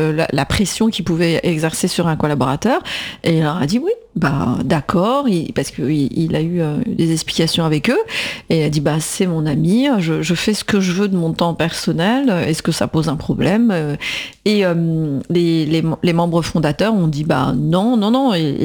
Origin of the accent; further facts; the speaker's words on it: Argenteuil, Île-de-France, France; un ami d'enfance, on a grandi ensemble à Argenteuil, Maître Amida.